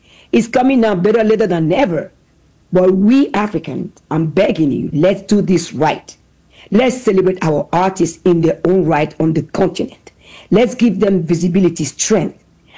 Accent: Benin; I'm still that curious little girl growing up in Benin

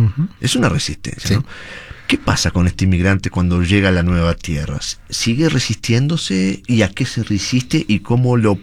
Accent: Peru; creo que como peruano me parece que los peruanos lo defienden a capa y espada.

